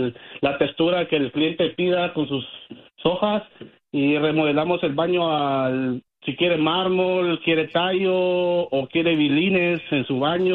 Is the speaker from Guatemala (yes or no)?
yes; Guatemala; now in United States